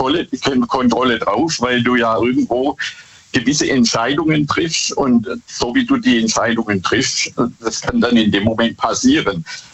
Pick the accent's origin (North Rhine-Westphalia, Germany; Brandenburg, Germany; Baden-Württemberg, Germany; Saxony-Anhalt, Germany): Baden-Württemberg, Germany; Bad Boll; ich komme aus Bad Boll.